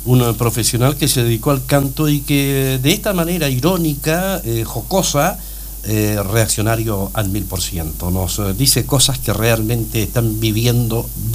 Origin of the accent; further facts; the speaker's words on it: Chile; cuánto o más chaqueteros somos los chilenos.